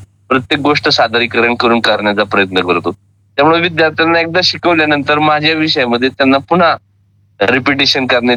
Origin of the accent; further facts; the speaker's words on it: Vinjar Nasrapur, Maharashtra, India; माझं गाव मूळचं विंजर नसरापूर या भागात आहे, पुणे जिल्ह्यातच। अतिशय डोंगरी भागामध्ये ते गाव होतं, मी 10वीपर्यंत शिक्षण तिथंच घेतलं।